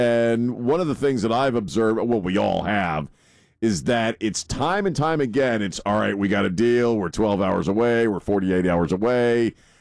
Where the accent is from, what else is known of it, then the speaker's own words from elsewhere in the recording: United States; As an American citizen right now